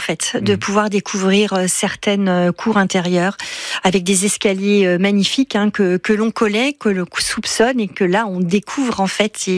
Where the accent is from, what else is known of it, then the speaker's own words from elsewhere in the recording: Besançon, Bourgogne-Franche-Comté, France; je suis byzantine, je suis née à Besançon, c'est ma ville de cœur que je pense quand même pouvoir dire que je la connais.